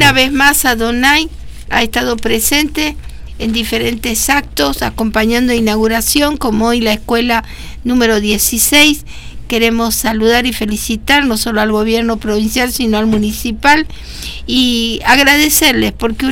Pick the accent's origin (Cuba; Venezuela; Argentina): Argentina; Como sociedad, como argentino.